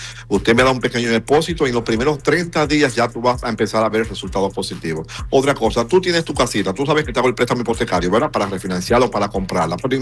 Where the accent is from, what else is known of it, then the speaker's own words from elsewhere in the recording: Dominican Republic; now in United States; yo soy de la República Dominicana, acabo de firmar una alianza, señores, con un banco que mira que eso va a ser para los dominicanos que vivimos aquí en los Estados Unidos